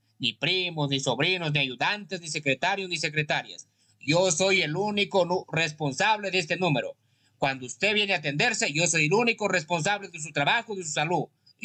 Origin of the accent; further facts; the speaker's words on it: Huancabamba, Piura, Peru; Estoy aquí en mi tierra de Huancabamba